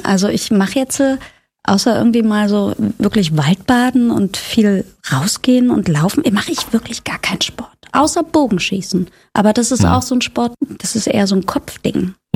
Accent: Potsdam, Brandenburg, Germany; also born or lived in Zehdenick; now in Berlin, Germany; Hier Zedenick geboren, Potsdam aufgewachsen und dann in den Osten von Berlin gezogen, immer noch aus hier.

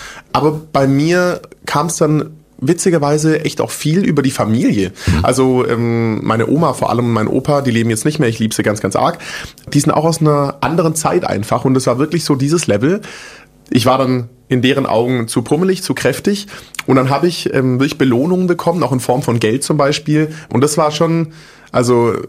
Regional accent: Großbottwar, Baden-Württemberg, Germany; also born or lived in Stuttgart / Frankfurt; Genau, ich bin in Stuttgart geboren, bin in so einem Kaff aufgewachsen, das heißt Großbottwar. Also wirklich da wohnen, was wohnen da 10.000, 15.000 Leute vielleicht. Bin da mit meiner Family groß geworden, bis ich 10 war. Und dann ging es noch nach Frankfurt mal, dann wieder nach Stuttgart.

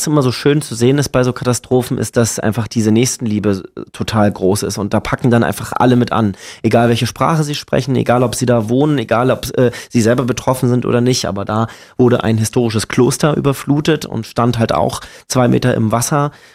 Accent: Brandenburg, Germany; Ich bin stolzer Brandenburger, muss ich auch sagen. Ich glaube, wir sind ein ganz angenehmes Völkchen und halten irgendwie zusammen, wenn es brennt.

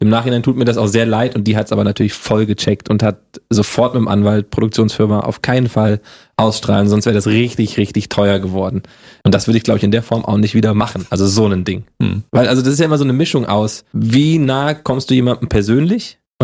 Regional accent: Hesse, Germany; accent: Hessian; Das Hessisch abtrainieren, komme ich aus Hessen, da hatte ich so diesen Dialekt leicht drauf, der wurde mir abtrainiert. War auch gut so, aber ohne, dass ich jetzt meine hessischen Wurzel verliere.

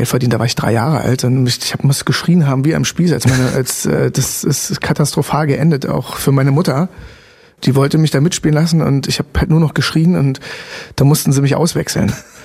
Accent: Chemnitz, Saxony, Germany; also born or lived in Frankfurt (Oder); wir sind aus Frankfurt oder weg, als die Mauer fiel, da war ich 9, genau. Und dann sind wir nach Chemnitz. Karl-Marx-Stadt, in die Stadt um 3 Uhr.

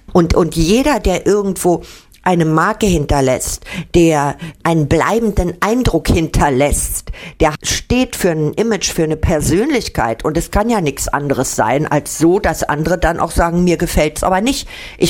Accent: Berlin, Germany; begreifen, was ich eigentlich als Berlinerin zu bieten habe.

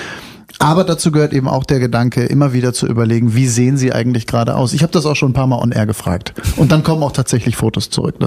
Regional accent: Brandenburg, Germany; also born or lived in Berlin; Also erstmal bin ich ja Brandenburger selber, ja, und bin mittlerweile aus Berlin weggezogen und liebe das sehr, dieses Bundesland auch

